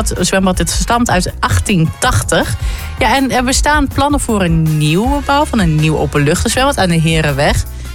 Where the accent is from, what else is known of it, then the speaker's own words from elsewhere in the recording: Stadskanaal, Groningen, Netherlands; Nou, ik kom dus oorspronkelijk uit de Badstraat in Stadskanaal.